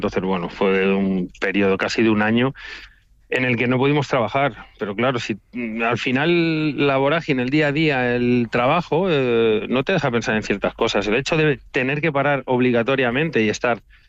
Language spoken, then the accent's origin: Spanish; San Lorenzo de El Escorial, Community of Madrid, Spain